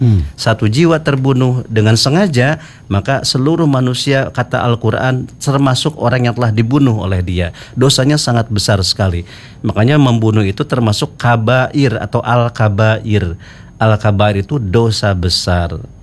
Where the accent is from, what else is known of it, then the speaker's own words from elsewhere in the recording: Bogor, West Java, Indonesia; katanya di saya orang Bogor juga tuh.